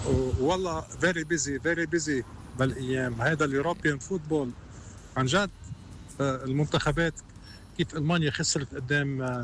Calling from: Manchester, North West England, United Kingdom; من مانشستر

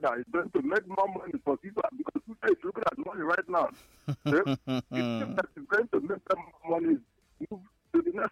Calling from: Manchester, North West England, United Kingdom; Yes, I'm from Manchester.

